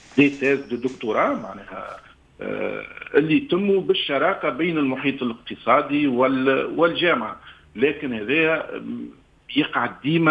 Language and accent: Arabic; Tunisia; احنا في تونس